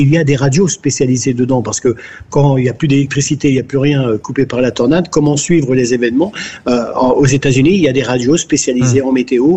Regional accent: France; chez nous, en France

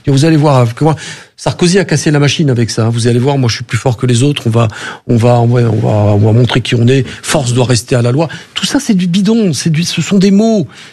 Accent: Marseille, Provence-Alpes-Côte d'Azur, France; j'ai grandi à Marseille.

